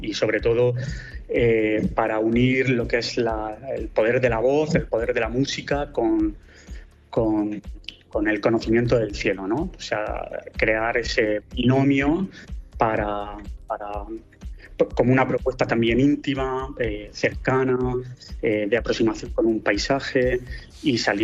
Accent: Region of Murcia, Spain; muy desconocido, incluso para los que somos de Murcia

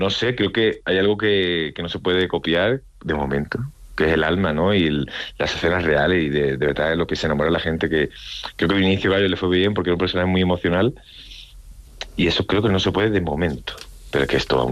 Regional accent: Andalusia, Spain; accent: Andalusian; also born or lived in Madrid / Mexico; porque ya no hablo como andaluz. Pues claro, me quité el acento en Madrid para hablar castellano, que me costó el cielo y la vida. Y luego en México hablando mexicano.

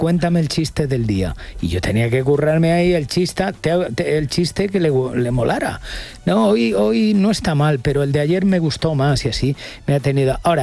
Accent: Castilla-La Mancha, Spain; Claro, es mi tierra.

